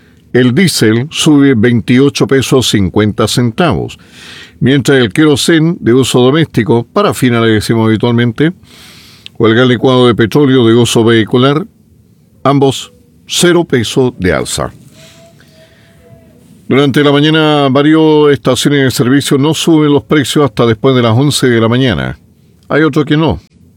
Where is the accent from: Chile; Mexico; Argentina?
Chile